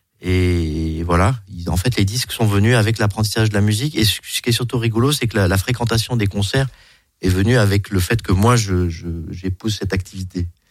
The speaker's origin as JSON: {"language": "French", "town": "Bourg-de-Péage", "region": "Auvergne-Rhône-Alpes", "country": "France", "tie": "born there", "moved": "as an adult", "lives_now": "Besançon, France", "said": "je pense que je n'ai pas tellement d'accent, mais je suis né dans la Drôme, à Bordeaux-Péage, petite ville du Dauphiné dans le nord de la Drôme."}